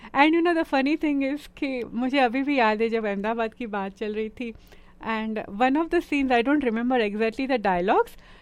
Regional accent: Mumbai, Maharashtra, India; Even though I am Gujarati, सबको पता है कि मैं गुजराती हूँ, जी बिल्कुल पक्की Gujarati, but I have not stayed in Gujarat. मैं गुजरात में बड़ी नहीं हुई हूँ, गुजरात में पली बड़ी नहीं हूँ, I have grown up in Mumbai.

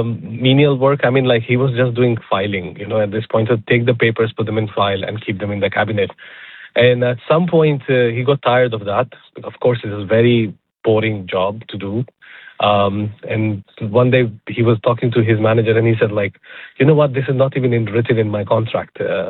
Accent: India; I am from India

